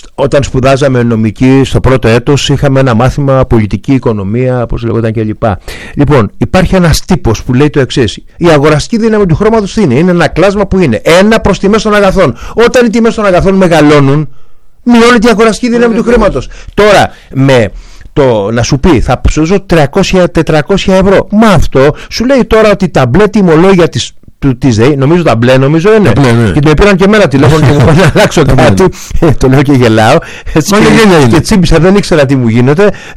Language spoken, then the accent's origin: Greek; Aigio, West Greece, Greece; born there; now in Athens, Greece; Εγώ κατάγομαι από το Αίγιο.